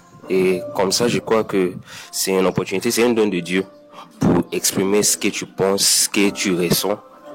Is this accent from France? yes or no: no; Nigeria; je suis Nigérian